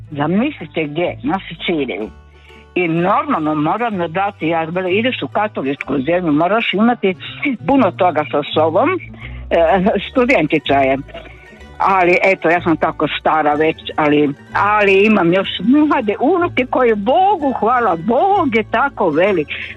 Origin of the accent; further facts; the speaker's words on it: Sutivan, Split-Dalmatia County, Croatia; now in Zagreb, Croatia; Ja sam u Zagrebu, nažalost. Ja sam iz Sutivana. Mi smo morali biti maknuti. Mala, u Zagrebu živim od 41. godine.